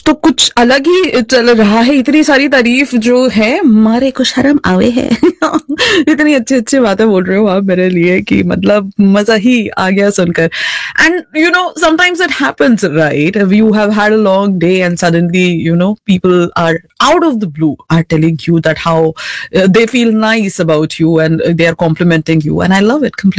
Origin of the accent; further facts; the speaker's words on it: Kanpur, Uttar Pradesh, India; मैं जहां से आती हूँ कानपुर से आती हूँ